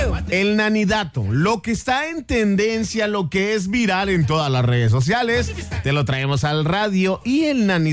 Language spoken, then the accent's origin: Spanish; Mexico; yo soy muy mexicano, me siento muy orgulloso de México.